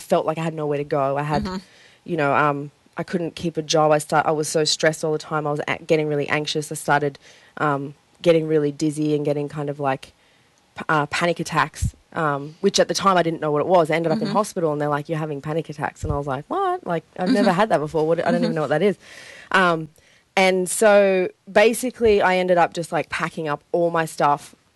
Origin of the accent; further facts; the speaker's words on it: Sydney, New South Wales, Australia; born there; moved away; I was born in Sydney.